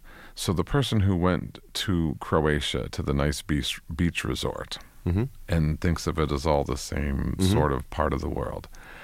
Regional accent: United States; I grew up in the United States.

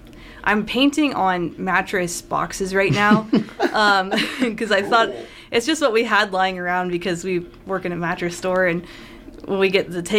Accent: Midwest, United States; I grew up in the Midwest

